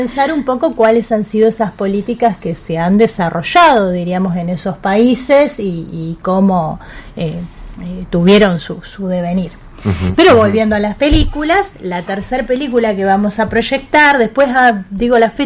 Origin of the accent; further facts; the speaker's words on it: Argentina; nosotros, que como argentinos